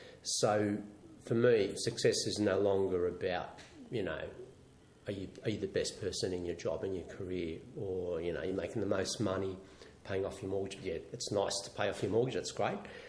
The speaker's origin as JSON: {"language": "English", "country": "Australia", "tie": "born or raised there", "said": "Growing up in Australia in the 1970s as a kid from an immigrant background probably wasn't quite what it is today."}